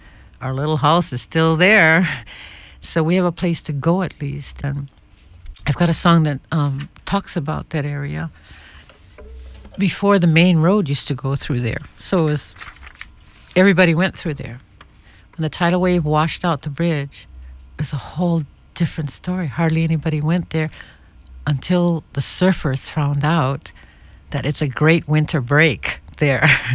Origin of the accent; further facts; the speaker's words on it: Hawaii, United States; I'm a Hawaiian